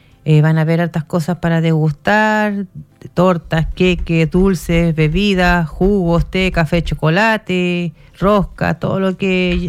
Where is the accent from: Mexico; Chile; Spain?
Chile; somos chilenos.